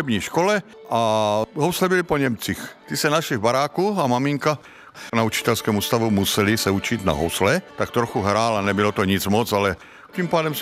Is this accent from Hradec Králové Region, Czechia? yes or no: no; Krnov, Moravian-Silesian Region, Czechia; born there; Narodil jsem se v Krnově